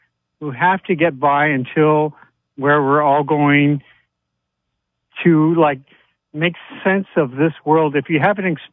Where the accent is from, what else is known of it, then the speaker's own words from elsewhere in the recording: Sedona, Arizona, United States; And well, I grew up in Sedona, Arizona.